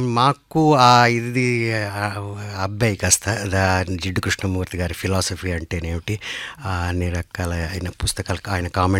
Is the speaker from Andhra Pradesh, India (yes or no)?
no; Chennai, Tamil Nadu, India; నేను తమిళనాడులోనే పుట్టాను, పెరిగాను, ఇప్పుడు మీ ముందు కూర్చుని ఇలా స్వచ్ఛంగా తెలుగులో మాట్లాడుతున్నాను